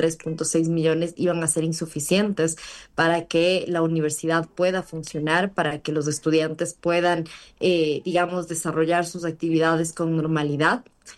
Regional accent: Ecuador; a nosotros como ecuatorianos y ecuatorianas

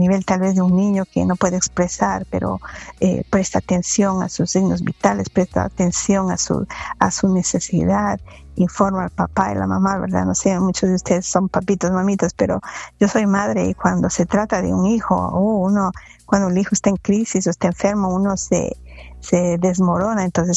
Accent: Cuenca, Azuay, Ecuador; Como ecuatoriana, me identifiqué, dije, wow, yo no sabía, ¿verdad? Yo vengo de Cuenca, de una ciudad

